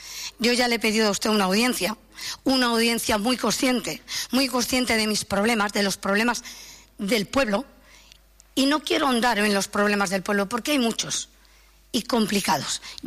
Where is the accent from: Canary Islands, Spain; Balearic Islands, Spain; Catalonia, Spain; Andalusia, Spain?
Catalonia, Spain; San Andrés de la Barca; Soy nativa de San Andrés de la Barca, aunque no soy nacida aquí. Pero vine cuando tenía 9 años, en el 74, al Palau.